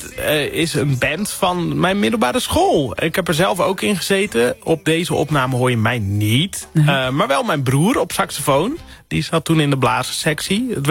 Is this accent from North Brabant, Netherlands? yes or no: no; IJsbrechtum, Friesland, Netherlands; accent: Frisian; moved away; Ik ben opgegroeid in IJsbrechtum. Dat is een heel klein dorpje vlak naast Sneek.